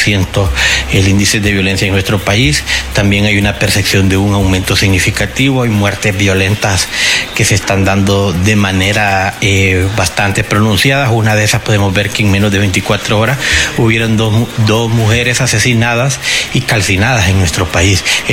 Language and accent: Spanish; Honduras